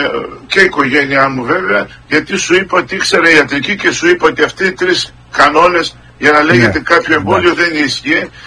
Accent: Greece; Εμείς πρέπει να είμαστε περήφανοι που είμαστε Έλληνες.

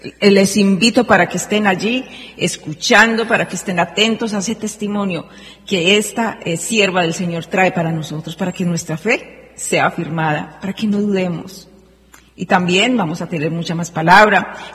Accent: Colombia; como decimos en mi país Colombia, rayados en lo establecido.

